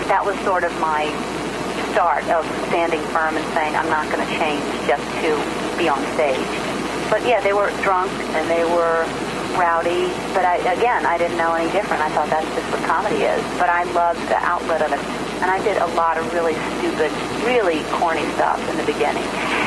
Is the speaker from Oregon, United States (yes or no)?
no; New Orleans, Louisiana, United States; I was born and raised in New Orleans.